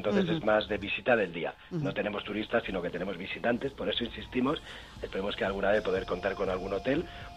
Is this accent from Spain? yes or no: yes; Spain